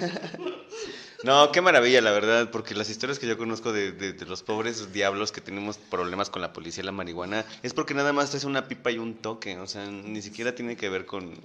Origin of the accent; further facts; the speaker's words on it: Querétaro, Mexico; Yo decía que el profesor y yo somos de acá de Querétaro